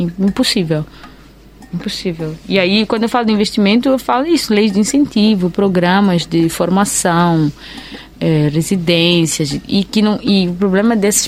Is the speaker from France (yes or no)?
no; Mozambique; É muito interessante isso, que mesmo sendo moçambicana, tem muita coisa sobre a minha cultura que eu não sei.